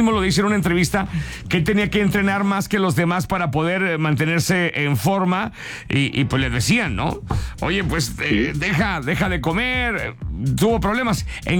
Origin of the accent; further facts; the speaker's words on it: Guadalajara, Jalisco, Mexico; moved away; yo, de mi tierra, pues la mera mata era en San Juan de Dios.